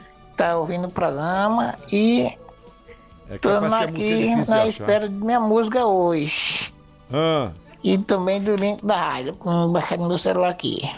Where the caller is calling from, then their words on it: Bahia, Brazil; da Lagoa de Serrões, Ricasso na Bahia.